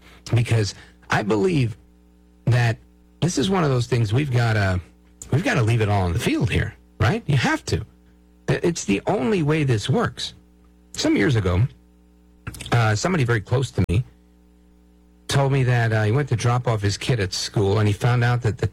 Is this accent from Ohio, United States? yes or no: no; Brooklyn, New York, United States; born there; I was born in Brooklyn, by the way. Brooklyn Jewish Hospital.